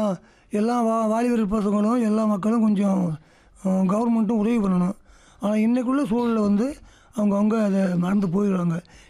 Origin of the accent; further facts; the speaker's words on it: Theni district, Tamil Nadu, India; நான் தேனி மாவட்டம் வைகை சிவகாபுரம் ஆண்டிபட்டி வட்டம் … தேவராட்ட காலேஜ். நான் எனக்கு 62 வயசு ஆகுது.